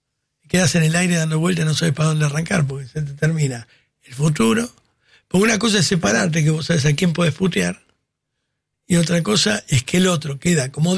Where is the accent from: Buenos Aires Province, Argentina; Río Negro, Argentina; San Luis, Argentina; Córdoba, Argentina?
Buenos Aires Province, Argentina; Martínez; yo soy de Martínez.